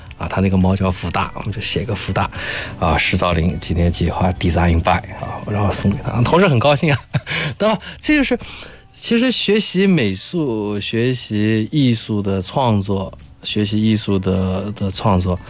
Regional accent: China; 作为一个中国人

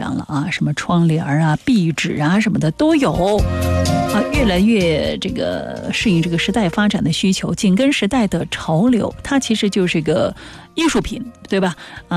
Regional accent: China; 作为一个中国人

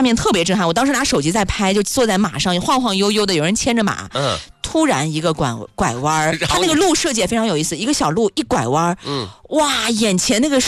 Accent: Xinjiang, China; 但是我一个新疆人

